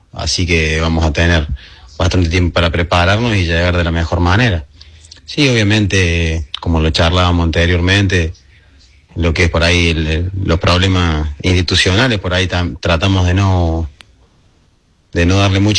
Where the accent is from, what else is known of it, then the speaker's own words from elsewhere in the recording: Arroyito, Córdoba, Argentina; born there; moved away; somos ahí de Córdoba, no de Capital, pero bueno, es todo Córdoba